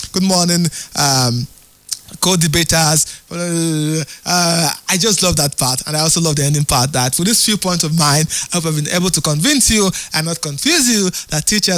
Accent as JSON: {"language": "English", "region": "Rivers", "country": "Nigeria", "second_language": "English", "said": "I'm from Ikwerre actually"}